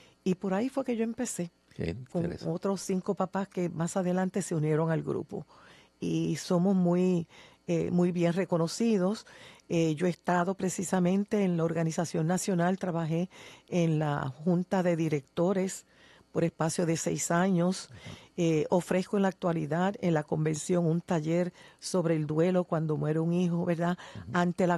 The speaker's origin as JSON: {"language": "Spanish", "country": "Puerto Rico", "said": "aquí pues somos puertorriqueños, hablamos el mismo idioma."}